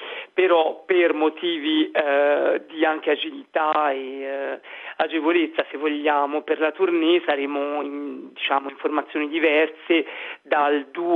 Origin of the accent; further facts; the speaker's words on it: Tuscany, Italy; essendo toscano, anche se non torno spessissimo, ecco, vado spesso alla Biblioteca Nazionale di Firenze